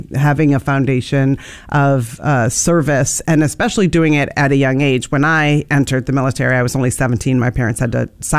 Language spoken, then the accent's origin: English; Lake Luzerne, New York, United States; I was born in New York City, was adopted and lived in Lake Luzerne, and that's where I grew up.